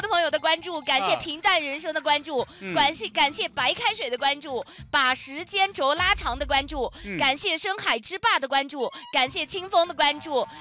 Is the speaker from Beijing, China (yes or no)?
no; Yunnan, China; 我们云南人啊